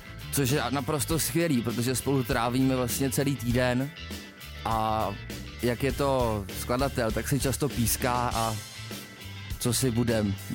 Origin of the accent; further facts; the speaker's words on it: Dobrotice, Zlín Region, Czechia; born there; accent: slightly Prague; moved away; Jsem z Dobrotic